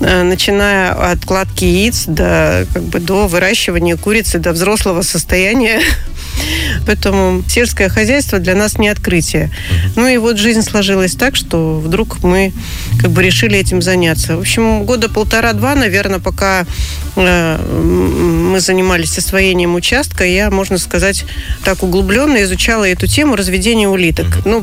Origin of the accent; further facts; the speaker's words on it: Siberia, Russia; moved away as an adult; also born or lived in Novosibirsk; now in Anapa, Russia; мы сами из Сибири.